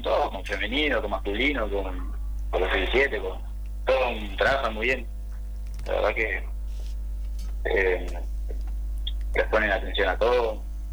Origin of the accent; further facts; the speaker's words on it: Ciudad del Plata, San José, Uruguay; En Ciudad de Plata, estudié en la Loitus y Carros, acá